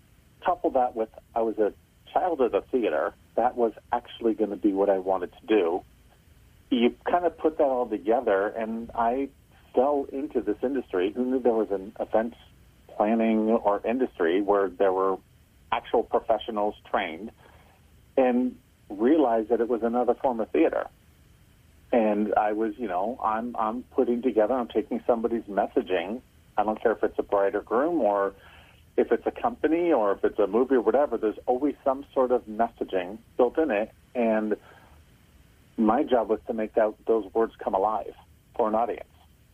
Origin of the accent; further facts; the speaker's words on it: San Francisco, California, United States; On paper, I grew up in San Francisco. On paper, born and raised San Francisco.